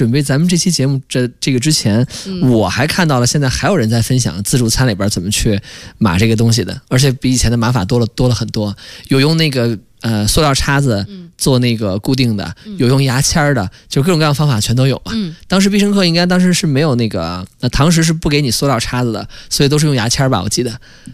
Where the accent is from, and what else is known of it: China